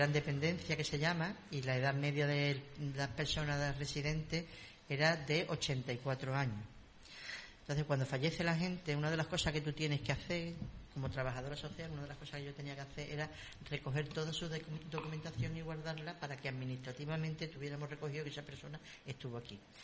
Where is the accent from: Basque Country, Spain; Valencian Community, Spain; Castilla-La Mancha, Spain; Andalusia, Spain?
Andalusia, Spain; Cádiz; born there; En Cádiz capital. En el barrio Santa María.